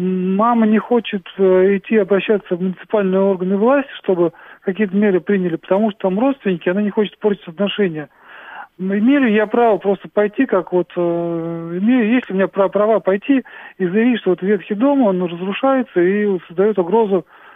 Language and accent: Russian; Moscow, Russia; я из Москвы.